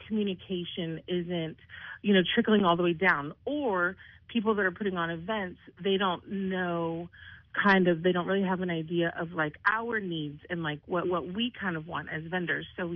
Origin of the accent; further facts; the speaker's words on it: West Coast, United States; You know, I come from the West Coast, and everything is on Instagram, Facebook.